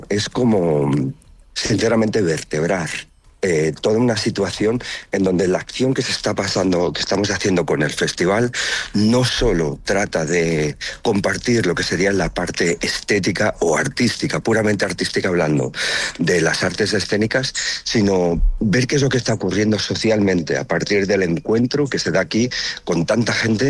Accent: Tortosa, Catalonia, Spain; born there; Yo como ciudadano que nací aquí en Tortosa, todo esto empezó en el 2004.

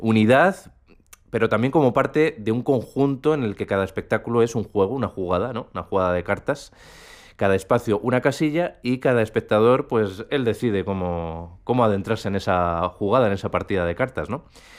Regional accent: Castilla-La Mancha, Spain; aunque soy de La Mancha, no mancho a nadie

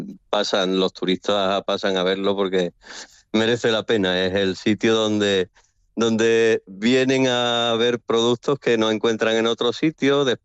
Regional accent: Andalusia, Spain; moved away as an adult; now in Estonia

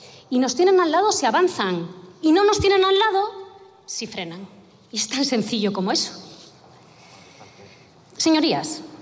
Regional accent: Galicia, Spain; Señor Feijóo, soy gallega, creo que el acento, ¿no? Sí, soy gallega, sí. Y en nuestra tierra, su currículum lo conocemos bien

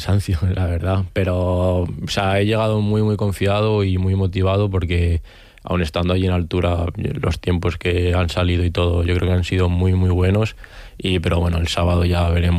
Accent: Sevilla la Nueva, Community of Madrid, Spain; moved away as an adult; now in Parla, Spain; Yo ahora estoy viviendo en Parla para entrenar allí, pero yo en mi pueblo, bueno, es aquí en Madrid también, Sevilla Nueva, pero yo tengo toda mi vida allí, y mis amigos están allí

